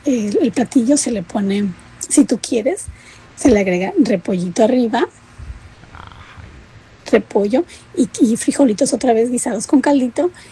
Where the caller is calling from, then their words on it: Michoacán, Mexico; Yo soy de Michoacán.